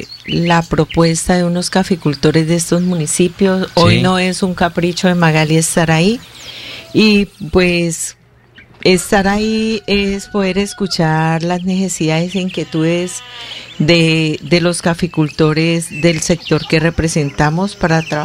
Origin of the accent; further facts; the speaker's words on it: Gigante, Huila, Colombia; born there; orgullosamente huilense, nacida en el municipio de Gigante, caficultura con finca en el municipio de Íquira.